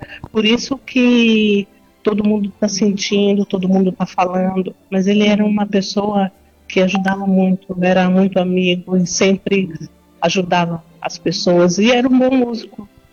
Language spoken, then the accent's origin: Portuguese; São Paulo, Brazil; born there; moved away; E lá em São Paulo, eu sou paulista, eu nasci lá.